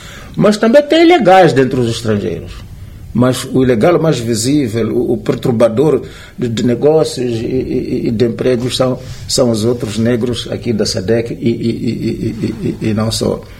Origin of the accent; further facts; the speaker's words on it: Mozambique; Agora, nós como moçambicanos, não é?